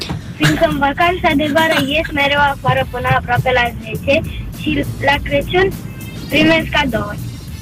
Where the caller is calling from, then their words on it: Brașov, Brașov County, Romania; din Brașov, am 8 ani